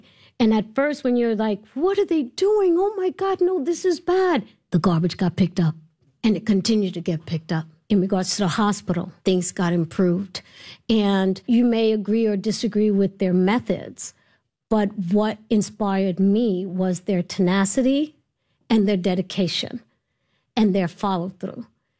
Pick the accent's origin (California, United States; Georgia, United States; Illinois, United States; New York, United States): New York, United States; New York City; being a New Yorker, which just basically means a Puerto Rican who was born in New York and raised in New York